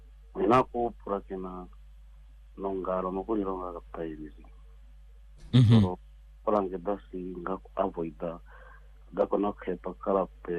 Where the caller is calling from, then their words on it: Windhoek, Khomas, Namibia; I'm calling from Windhoek, Ochomise.